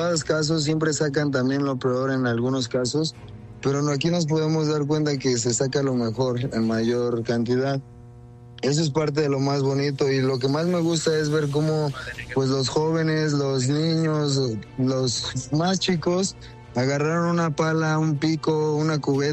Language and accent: Spanish; San José de Gracia, Michoacán, Mexico; Yo soy de San José de Gracia, Michoacán.